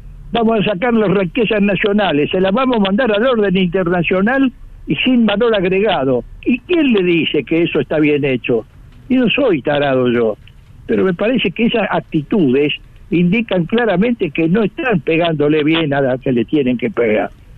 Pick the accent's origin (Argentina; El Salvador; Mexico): Argentina